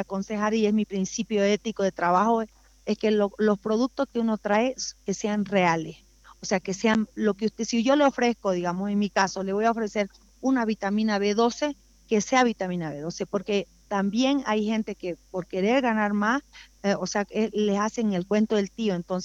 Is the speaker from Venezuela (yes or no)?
no; eastern lowlands, Bolivia; yo soy Camba, vengo de 36 grados de temperatura, Ayayagua.